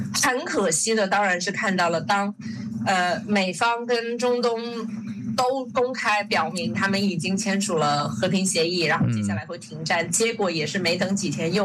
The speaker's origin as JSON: {"language": "Chinese", "country": "New Zealand", "said": "我们新西兰人"}